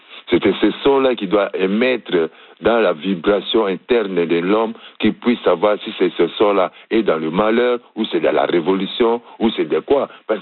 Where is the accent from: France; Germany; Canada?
Germany; en revenant de l'Europe, où j'ai grandi en Allemagne, à l'époque de Mur de Berlin